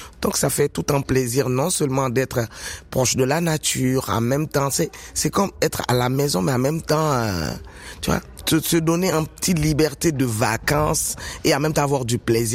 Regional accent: Quebec, Canada; on aime bien le dire au Québec, chez nous, on est Québécois, mais des différentes souches. Mm-hmm. Mais nous sommes tous Québécois.

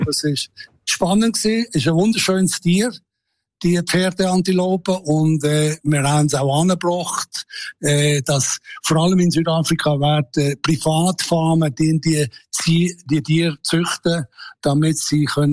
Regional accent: Switzerland; Und habe gesagt, ich als Schweizer muss ein bisschen Hügel haben, sonst geht das gar nicht, oder?

